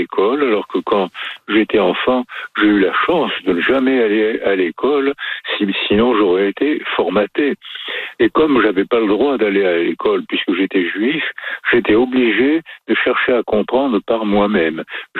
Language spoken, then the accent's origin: French; France; born there; moi je suis né en France, donc je parlais français sans accent